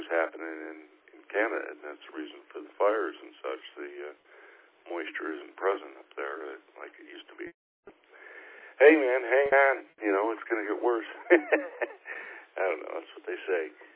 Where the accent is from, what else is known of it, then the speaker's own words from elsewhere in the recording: Chicago, Illinois, United States; moved away; I grew up in Chicagoland